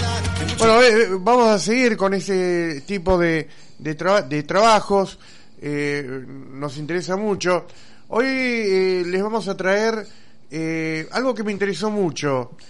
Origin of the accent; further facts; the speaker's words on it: Argentina; somos argentinos